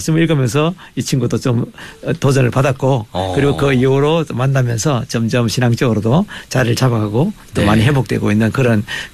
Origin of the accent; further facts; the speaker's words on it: Hapcheon, South Gyeongsang, South Korea; 저기 저희가 고향이 합천인데